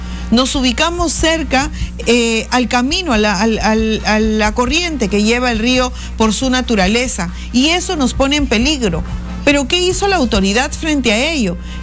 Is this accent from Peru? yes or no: yes; Piura, Peru; somos más piuranos